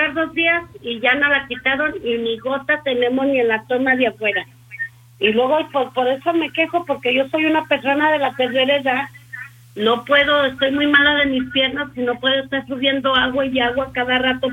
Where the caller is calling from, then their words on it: Mexico; yo vivo en Paseos del Sur.